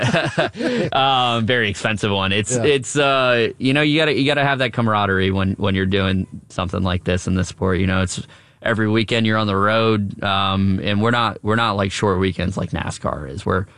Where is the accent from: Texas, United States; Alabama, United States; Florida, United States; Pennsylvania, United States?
Florida, United States; Jupiter; I'm born and raised in Jupiter, Florida. I still live there. I have a place up in Indy